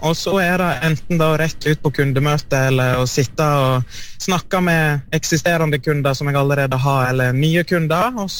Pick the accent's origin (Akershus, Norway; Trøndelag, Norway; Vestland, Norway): Vestland, Norway; Solvorn; now in Bergen, Norway; jeg er fra Solvorn og fra Sogn